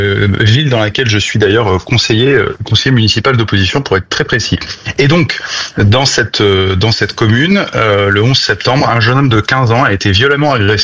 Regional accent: France; déjà en tant qu'ancien municipal et aussi en tant que Français.

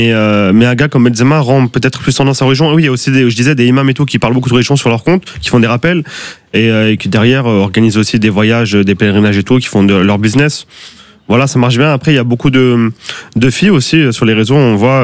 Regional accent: France; born there; Je suis pas né là-bas, mes parents sont nés là-bas, moi je suis né en France

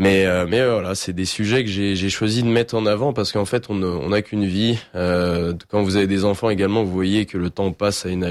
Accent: France; now in Poland; je vis en Pologne les trois quarts de l'année, parce que je ne peux pas vivre sans revenir en France quand même souvent.

